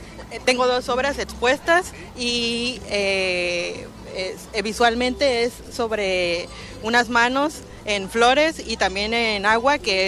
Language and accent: Spanish; Tabasco, Mexico; los que nacimos y crecemos en Tabasco sabemos que pues es un lugar lleno de agua